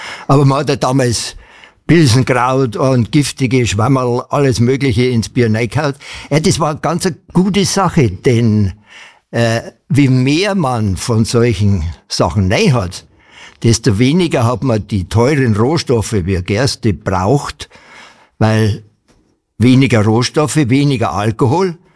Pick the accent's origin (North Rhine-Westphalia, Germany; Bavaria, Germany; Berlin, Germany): Bavaria, Germany; Murnau; ich bin in der Brauerei groß geworden. Also mein Großvater hat 1912 die Brauerei in Murna gekauft.